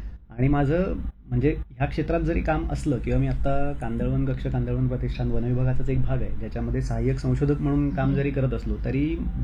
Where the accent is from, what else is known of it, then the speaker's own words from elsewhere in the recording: Mumbai, Maharashtra, India; moved away as an adult; now in Velas, India; लहानपणापासून पाहिलेली मुंबई मग वाढलेली गर्दी ह्याला मी कंटाळलो आणि मग मुंबई सोडायचं ठरवलं. रत्नागिरी जिल्ह्यात मंडणगड तालुक्यात वेळास माझं गाव आहे तिथे शेतीवाडी आहे